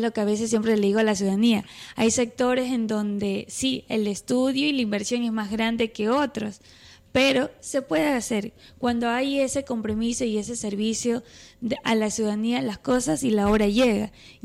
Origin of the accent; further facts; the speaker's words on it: La Libertad, Santa Elena, Ecuador; porque soy parte de La Libertad. soy una libertense. Soy mis 25 años de edad las he vivido todas en el Cantón La Libertad